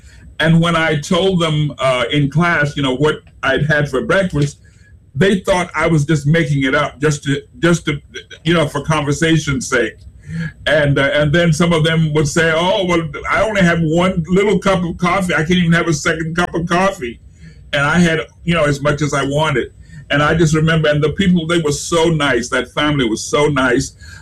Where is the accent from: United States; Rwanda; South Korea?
United States; the South; Now, remember, I grew up in the South when everything was segregated